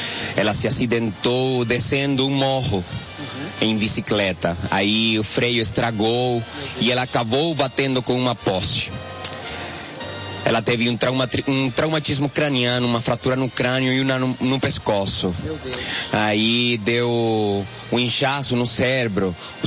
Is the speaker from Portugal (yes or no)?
no; Venezuela; Portuguese is a second language; Sou venezuelano.